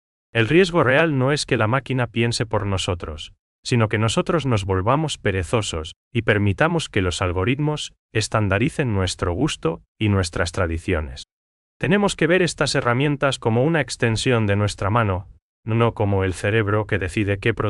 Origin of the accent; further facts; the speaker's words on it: Paraguay; la esencia de lo que somos paraguayos